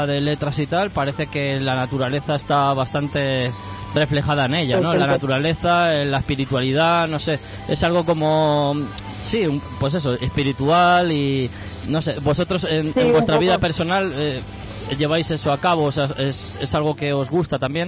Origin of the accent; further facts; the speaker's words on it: Valencian Community, Spain; Yo soy valenciano, pero me he ido allí a magdalenas